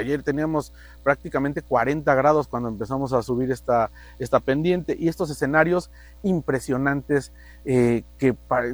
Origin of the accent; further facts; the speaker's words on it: Mexico; yo como mexicano no puedo conducir un automóvil estadounidense en México